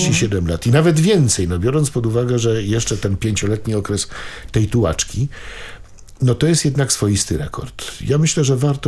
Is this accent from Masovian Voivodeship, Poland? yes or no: yes; Warsaw, Masovian Voivodeship, Poland; jako rodowity warszawiak, że ja nie znam swojego miasta